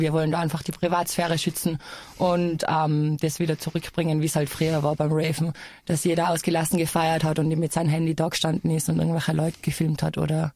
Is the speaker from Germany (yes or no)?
no; Austria; Also genau das ist eben das Problem bei uns in Österreich, dass einfach Clubkultur bei uns nicht so angesehen wird wie jetzt zum Beispiel in Berlin.